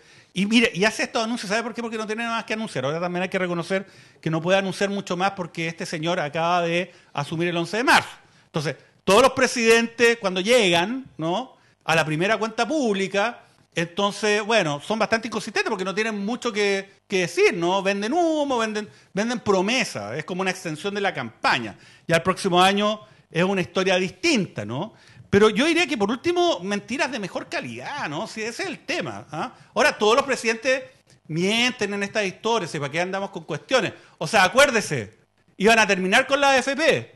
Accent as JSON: {"language": "Spanish", "country": "Chile", "said": "O sea, soy verdadero chileno."}